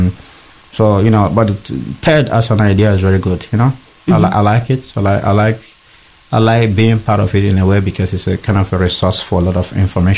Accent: Nigeria; moved away as an adult; now in Paris, France; I'm still Nigerian. I never become French.

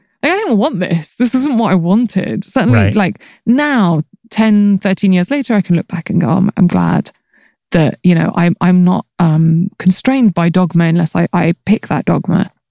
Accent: United Kingdom

